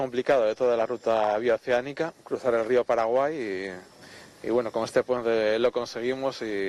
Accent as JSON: {"language": "Spanish", "country": "Spain", "said": "Vengo de lejos, vengo de España."}